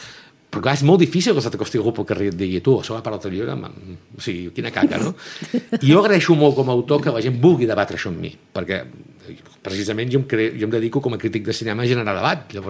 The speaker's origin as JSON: {"language": "Catalan", "town": "Girona", "region": "Catalonia", "country": "Spain", "tie": "born or raised there"}